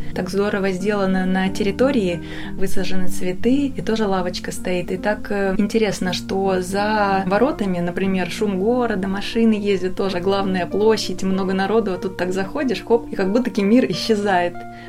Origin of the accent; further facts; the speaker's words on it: Bryansk, Bryansk Oblast, Russia; now in Oryol, Russia; Я сама не из Орла, я из Брянска. И я приехала сюда учиться.